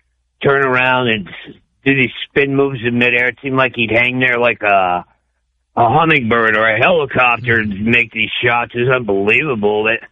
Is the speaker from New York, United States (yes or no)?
yes; New York, United States; born there; I was born in New York